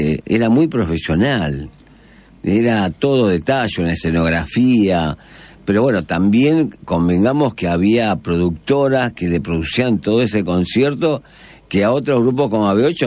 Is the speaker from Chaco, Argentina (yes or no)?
no; Buenos Aires, Argentina; yo me crié en Once, mi barrio, Once Almagro